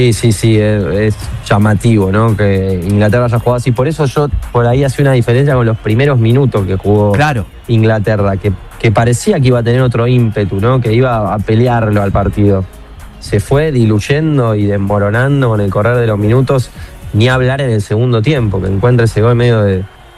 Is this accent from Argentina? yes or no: yes; Argentina; nosotros somos argentinos y tenemos un poco eso en el ADN